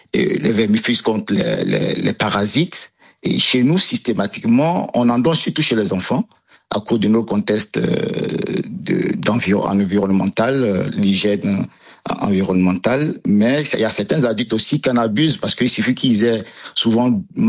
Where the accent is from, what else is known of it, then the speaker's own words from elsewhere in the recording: Côte d’Ivoire; la fièvre typhoïde qui est courante chez nous, en Afrique, aussi en Côte d'Ivoire